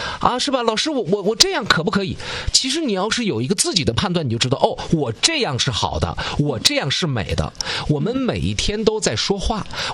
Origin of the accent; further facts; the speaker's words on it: China; 这些实际上那就是我们中国人应该具备的说好我们的这个中国话，说好普通话的一个基础的能力。